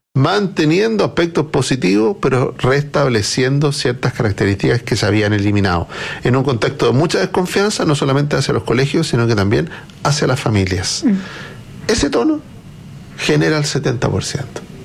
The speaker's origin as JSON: {"language": "Spanish", "country": "Chile", "said": "Fue el músculo, es parte de la de lo que nos identifica como chilenos, ¿no?"}